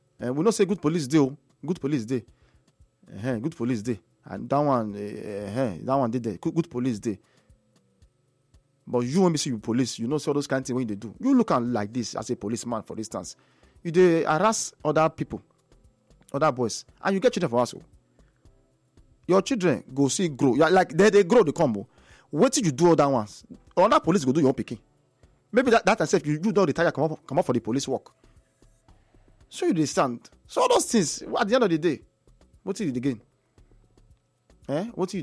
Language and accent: English; Nigeria